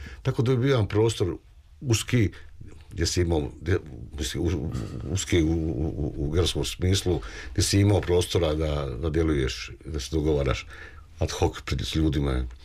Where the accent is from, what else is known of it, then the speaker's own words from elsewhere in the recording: Sarajevo, Federation of Bosnia and Herzegovina, Bosnia & Herzegovina; moved away; ja sam živio u Sarajevu, ja sam rođen iz Sarajeva, tamo sam se rodio, tamo sam bio do početka ovog nesrećnog rata.